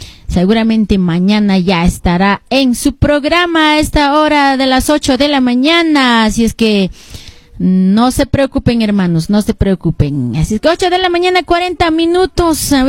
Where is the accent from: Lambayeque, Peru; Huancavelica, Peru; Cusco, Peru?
Cusco, Peru; Limatambo; A ver, todo el ámbito de Mollepata, Lima, Tambo, mi tierra querida, Lima, Tambo